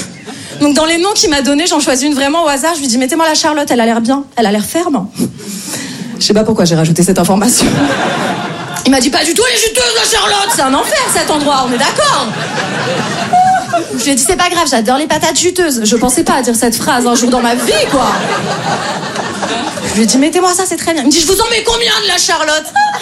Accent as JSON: {"language": "French", "town": "Paris", "region": "Île-de-France", "country": "France"}